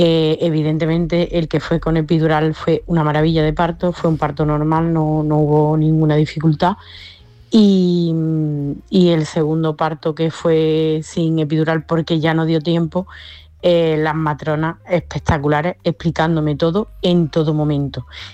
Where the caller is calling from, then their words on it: Córdoba, Andalusia, Spain; de Córdoba.